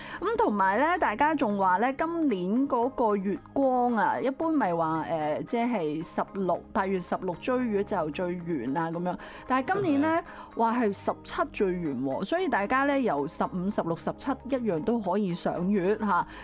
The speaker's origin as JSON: {"language": "Cantonese", "region": "Guangdong", "country": "China", "said": "因為我哋廣府人都係啦，即係中秋肯定要同屋企人食飯噶嘛。"}